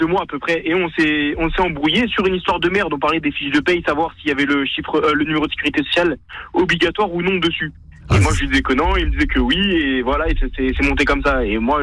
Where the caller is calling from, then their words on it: Toulon, Provence-Alpes-Côte d'Azur, France; je suis à Toulon